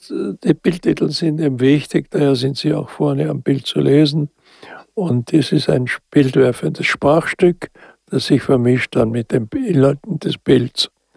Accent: Austria

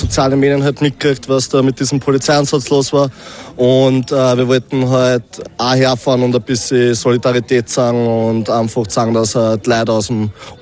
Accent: Upper Austria, Austria; born there; now in Vienna, Austria; Ich bin eigentlich in Oberösterreich geboren, studiere jetzt in Wien

